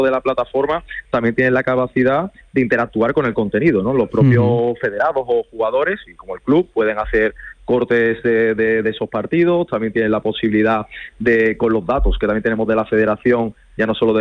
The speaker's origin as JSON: {"language": "Spanish", "region": "Andalusia", "country": "Spain"}